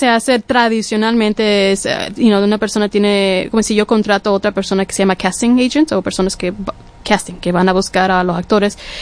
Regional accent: Los Angeles, California, United States; born there; Spanish is a second language; now in Washington, United States; Yo nací en California

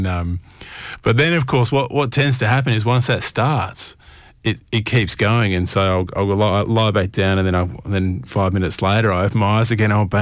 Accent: Adelaide Hills, South Australia, Australia; I grew up in the Adelaide Hills and I've found my way back there after travelling all over the place.

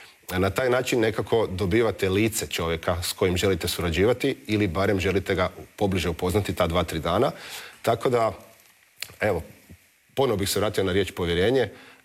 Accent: Zagreb, Zagreb County, Croatia; born there; Pa velim, ponavljam, ja sam rođen u Zagrebu

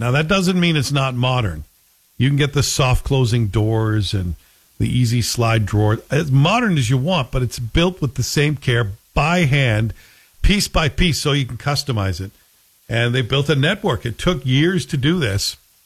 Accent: Toronto, Ontario, Canada; now in Ottawa, Canada; I grew up in Toronto.

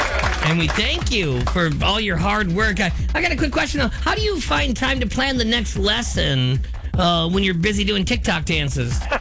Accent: United States; I'm American.

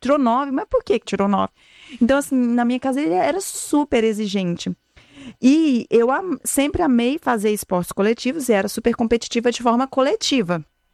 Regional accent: Fortaleza, Ceará, Brazil; born or raised there; moved away as an adult; also born or lived in Rio de Janeiro

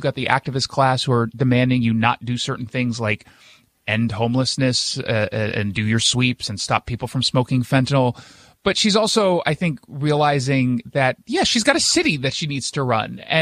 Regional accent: Los Angeles, California, United States; also born or lived in New York; So I was born in New York, but I grew up in Los Angeles.

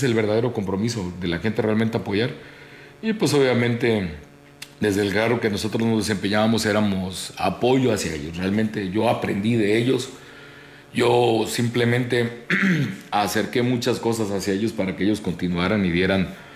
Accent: Ciudad del Carmen, Campeche, Mexico; yo soy de Ciudad del Carmen, ya ahorita ya me hablaron de que soy de otro lugar. No, yo soy de Ciudad del Carmen, nativo 100% de Ciudad del Carmen. Nací en casa de mi abuela con partera

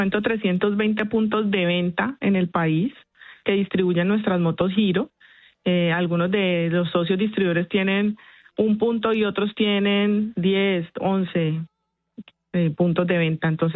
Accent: Cali, Valle del Cauca, Colombia; Yo soy caleña, yo no sé por qué me dijeron que si era paisa, soy caleña, recaleña.

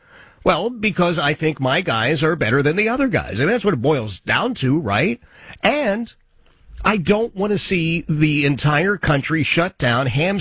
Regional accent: Philadelphia, Pennsylvania, United States; I grew up in Oxford Circle, Philadelphia. We were all Democrats, every single one of us.

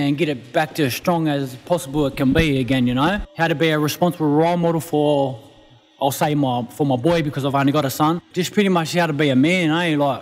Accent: Mount Druitt, New South Wales, Australia; My dad's Koori and my mum's is white. I grew up in Mount Druitt all my life. I didn't really know much about my background and that.

